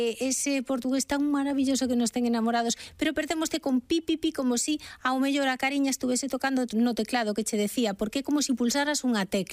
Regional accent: Vigo, Galicia, Spain; Mira, eu vivín cando era pequena en Vigo

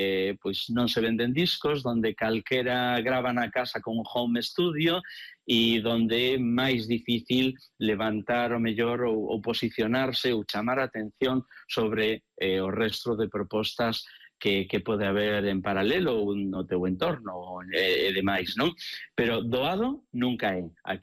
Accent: Poio, Galicia, Spain; Eu nacín en Poio, moi pertiño de Pontevedra, aínda que está moi pertiño da capital, pero non deixaba de ser unha zona rural, aínda é.

